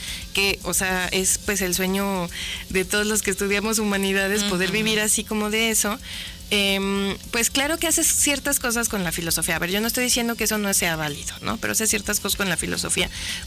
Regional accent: Aguascalientes, Mexico; porque no es lo mismo hablar desde Aguascalientes, que es una periferia de una periferia.

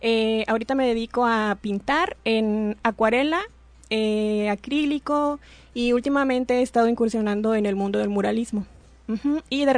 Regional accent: San Marcos, Guerrero, Mexico; now in Acapulco, Mexico; Sí, nací allá y tuve mi infancia allá igual, en San Marcos.

